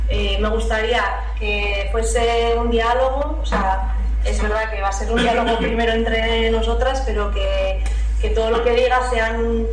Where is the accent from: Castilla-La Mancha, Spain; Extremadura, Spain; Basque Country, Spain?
Basque Country, Spain; Getxo; moved away as an adult; now in Madrid, Spain; 2009, cuando llegué a Madrid a vivir. Yo soy del barrio de Romo del municipio de Getxo